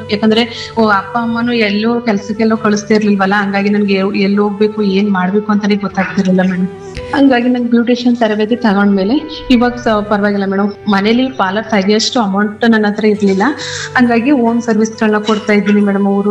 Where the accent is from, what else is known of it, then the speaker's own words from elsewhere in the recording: Moleyur, Karnataka, India; now in Kote Hundi, India; ನಮ್ದು ಮಳೆಯೂರು. ನಾವು ಮಳೆಯೂರಿಂದ ಬಾಡಿಗೆಗೆ ಕೋಟೆ ಹುಂಡಿಗೆ ಬಂದ್ವಿ.